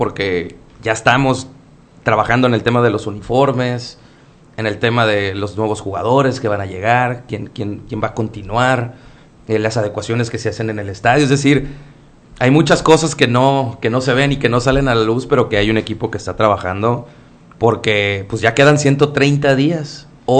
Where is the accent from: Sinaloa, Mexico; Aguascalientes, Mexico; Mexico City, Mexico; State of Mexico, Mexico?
Sinaloa, Mexico; Mazatlán